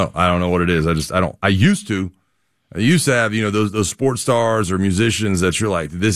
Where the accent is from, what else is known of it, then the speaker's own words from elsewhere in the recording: Pensacola, Florida, United States; I was from Florida, I had to root for a Florida team. Even though Miami is like 12 hours from Pensacola where I grew up.